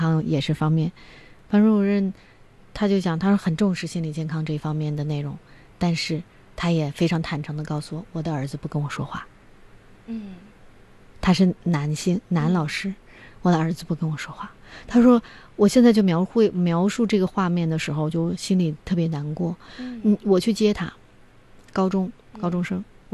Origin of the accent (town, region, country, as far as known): China